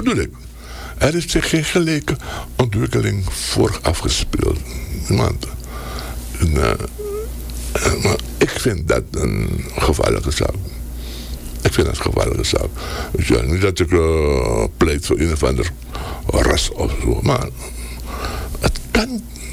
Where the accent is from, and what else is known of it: Suriname